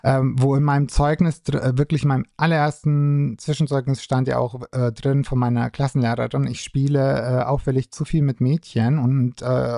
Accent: Rothenburg ob der Tauber, Bavaria, Germany; Nee, aber Sache war die so, weil ich komme aus der Kleinstadt Rodenburg

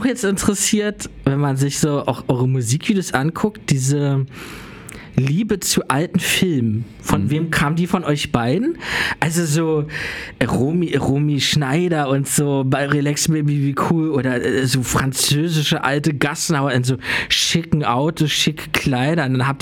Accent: Berlin, Germany; ich komme aus dem Wedding

